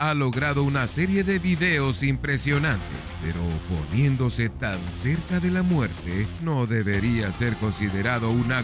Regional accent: Mexico

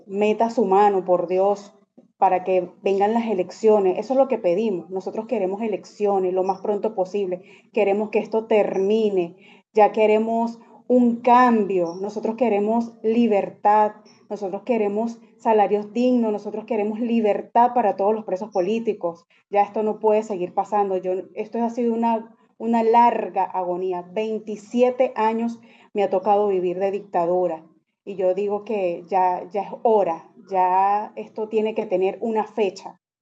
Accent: Venezuela; nosotros como venezolanos

